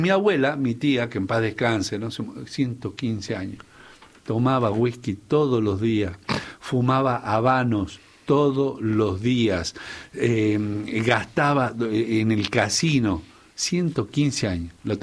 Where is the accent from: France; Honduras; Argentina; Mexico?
Argentina; Urundel, Salta; now in Salta, Argentina; Yo no soy de acá. Yo soy de Urundel.